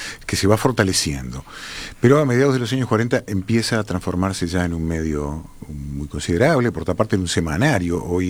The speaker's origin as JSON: {"language": "Spanish", "region": "Montevideo", "country": "Uruguay", "tie": "born there", "said": "Yo nací en Jacinto Vera, ¿qué barrio Jacinto Vera? Ranchos de lata por fuera y por dentro de madera."}